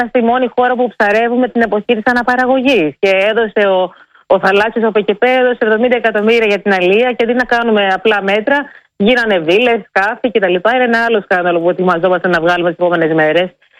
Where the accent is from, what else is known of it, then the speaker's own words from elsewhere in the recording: Greece; όλοι έχουμε δει μέδουσες μεγαλώνοντας στην Ελλάδα